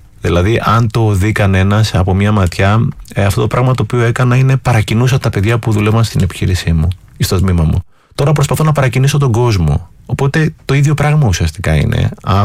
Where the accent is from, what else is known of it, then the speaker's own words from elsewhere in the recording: Greece; Έχουμε ένα πρόβλημα σαν Έλληνες.